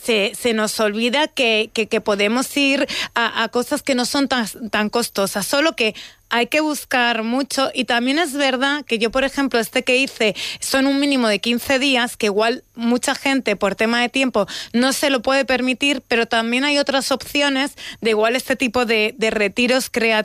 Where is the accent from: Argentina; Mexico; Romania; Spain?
Spain; Manzanares, Castilla-La Mancha; Yo soy de pueblo, pero mi pueblo es grande, 18.000 habitantes, claro. Manzanares.